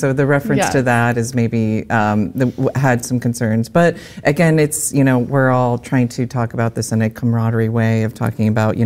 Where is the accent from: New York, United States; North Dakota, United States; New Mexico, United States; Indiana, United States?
Indiana, United States; Speedway; I grew up in Speedway, I'm a Speedway race baby all the way.